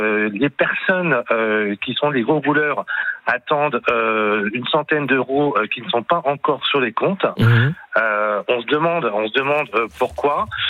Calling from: Boulogne-Billancourt, Île-de-France, France; Alors, je suis pas très loin, je suis à côté de vous, à Boulogne-Billancourt exactement.

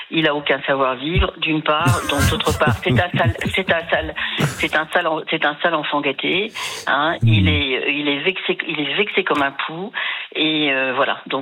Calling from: Paris, Île-de-France, France; Oui, je suis parisienne.

